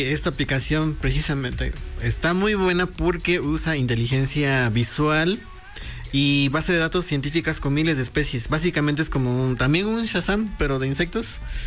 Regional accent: Acatlán, Mexico; moved away

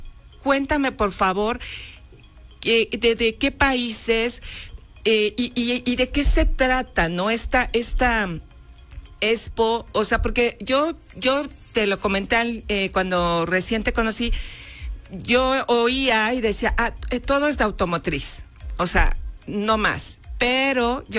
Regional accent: Titicuchal, Mexico; Miren, sí, en mi pueblo, en Titicuchal.

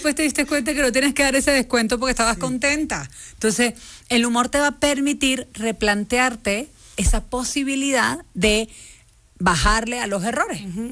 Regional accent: Venezuela; moved away as an adult; now in Mexico; si yo emigré de Venezuela a México, me queda claro.

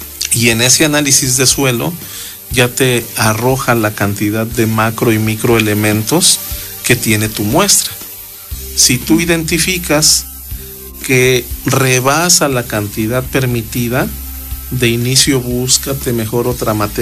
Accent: Mexico; aportan mucho a lo que es nuestro ecosistema y nuestra ecología, y aparte a lo que es nuestro legado como mexicanos.

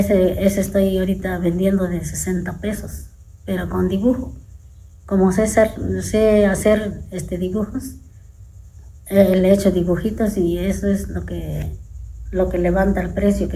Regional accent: Santa Ana Tepejillo, Mexico; Ajá, y ese es lo que hacemos aquí en mi pueblo de Santa Ana, Tepejillo.

